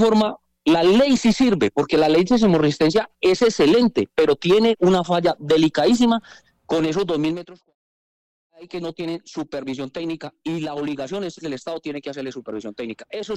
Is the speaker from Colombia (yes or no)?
yes; Colombia; somos colombianos y somos ingenieros